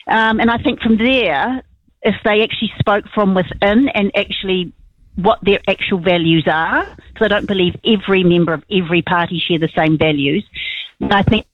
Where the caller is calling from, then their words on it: New Zealand; what questions would they ask me as a New Zealander?